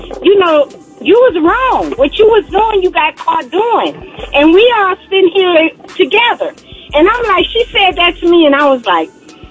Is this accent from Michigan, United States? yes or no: yes; Michigan, United States; well, I'm from Michigan and we pow-pow.